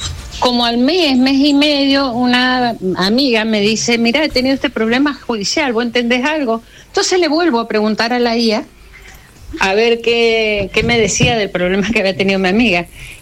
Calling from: Spain; yo vivo en España

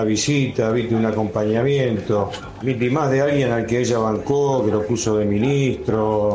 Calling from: Buenos Aires, Argentina; soy de Caballito.

